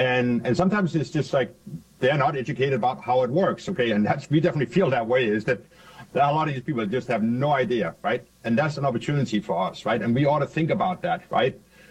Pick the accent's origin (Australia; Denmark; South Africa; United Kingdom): Denmark; moved away as an adult; now in United States; Okay, so I actually grew up in Denmark, and I came to the United States in 1989. I was very fortunate. I was on the Danish national team in golf, of all things